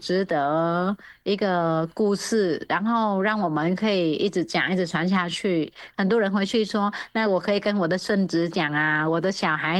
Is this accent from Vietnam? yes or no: yes; Vietnam; now in Taiwan; 是我原本是越南人